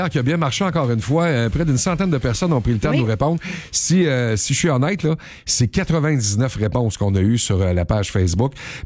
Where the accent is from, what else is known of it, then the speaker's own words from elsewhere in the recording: Quebec, Canada; c'est chez nous au Québec.